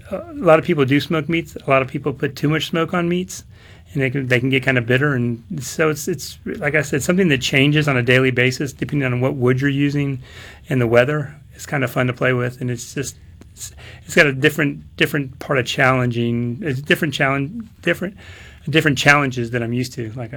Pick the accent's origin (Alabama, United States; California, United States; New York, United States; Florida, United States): California, United States; Growing up, I grew up in California, and so I call it kind of California-style tacos